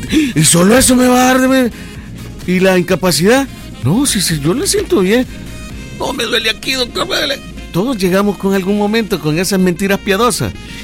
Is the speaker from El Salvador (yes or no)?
yes; El Salvador; Como todo buen salvadoreño. Yo no aguanto.